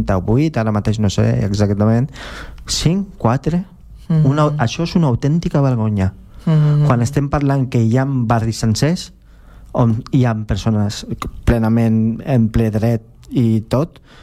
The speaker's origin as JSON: {"language": "Catalan", "country": "Philippines", "said": "jo no sóc xino, jo sóc filipí"}